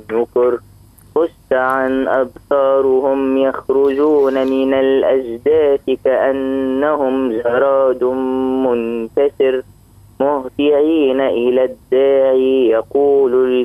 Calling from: Tunisia

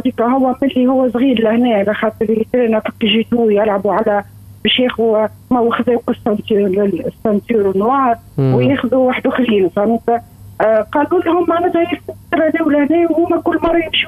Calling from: Tunis, Tunis Governorate, Tunisia; أنا … من تونس.

